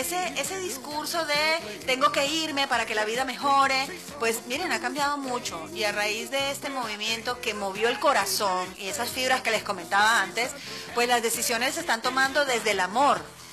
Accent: Venezuela

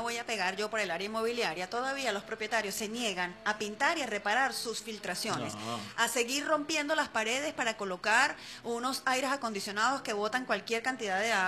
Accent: Puerto Píritu, Anzoátegui, Venezuela; born there; este es mi pueblo

